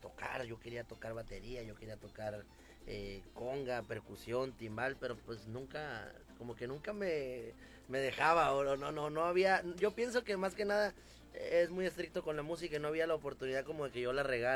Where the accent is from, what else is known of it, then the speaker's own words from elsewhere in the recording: Veracruz, Mexico; Soy, soy veracruzano, mi padre cubano, mi madre veracruzana, abuelos cubanos.